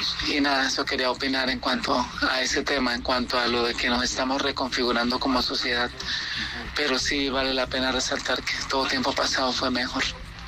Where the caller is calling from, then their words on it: Bucaramanga, Santander, Colombia; yo los escucho desde Bucaramanga, ciudad bonita.